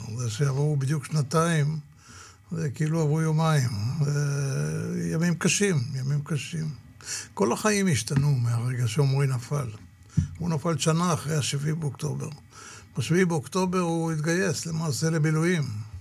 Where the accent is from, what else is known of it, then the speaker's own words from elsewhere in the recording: Tel Aviv, Tel Aviv District, Israel; born there; moved away as an adult; also born or lived in Golan Heights; אני גרתי בתל אביב, נולדתי בתל אביב